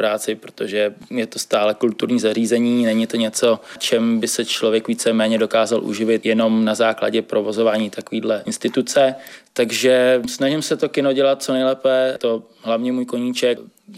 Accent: Prague, Czechia; protože jsem rodák z Modřan

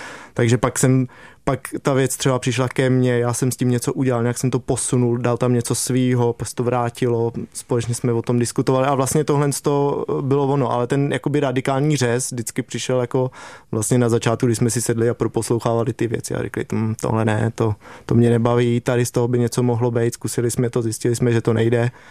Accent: Lysá nad Labem, Central Bohemian Region, Czechia

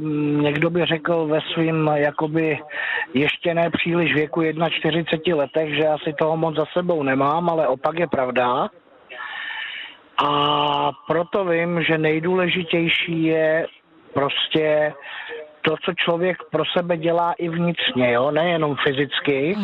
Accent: Teplice, Ústí nad Labem Region, Czechia; já zrovna momentálně se vracím z Prahy domů, já jsem z Teplic a říkám náhodně, zkusím vytočit to číslo

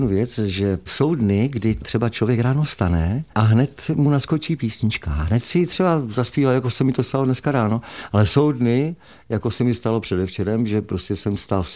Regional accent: Moravia, Czechia; now in Prague, Czechia; Já už od začátku, co jsem přišel do Prahy, tak jsem říkal, že jsou Moravák žijící přechodně v Praze.

